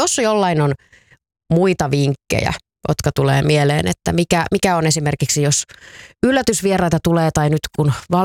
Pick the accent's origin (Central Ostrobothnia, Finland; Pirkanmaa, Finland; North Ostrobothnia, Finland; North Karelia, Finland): Pirkanmaa, Finland; Tampere; Aikanaan kun lähdin aina kesäksi sitten jonnekin kesätoimittajaksi jonnekin pois kotikaupungistani Tampereelta